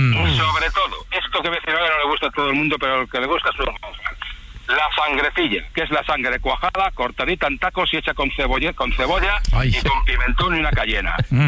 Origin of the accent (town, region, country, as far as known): Valladolid, Castile and León, Spain